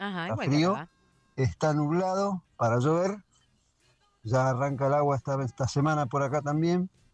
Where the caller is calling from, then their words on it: Neuquén, Argentina; Buen día, Argentina. … de Neuquén Capital. Acá son las 8:55. Tenemos 6 grados.